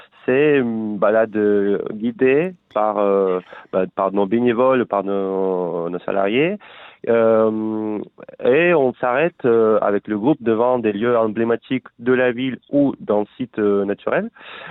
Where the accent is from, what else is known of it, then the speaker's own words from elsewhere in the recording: Russia; French is a second language; Moi, je peux faire en russe si vous voulez. Je suis russe, donc.